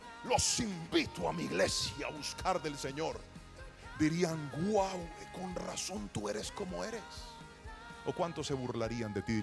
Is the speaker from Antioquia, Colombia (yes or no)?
no; Cali, Valle del Cauca, Colombia; ¿Para qué trajeron a este caleño?